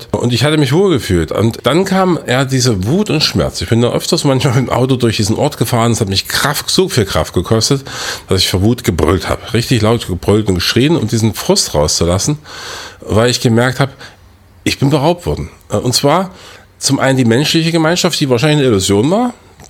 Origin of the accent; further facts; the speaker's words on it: Weißenfels, Saxony-Anhalt, Germany; also born or lived in Eisleben; Ja, ich bin in Eisleben geboren, in Weißenfels aufgewachsen. Also es ist mein Ursprungsfluidum dieser proletarisch geprägten Kultur des Industriedreieckes.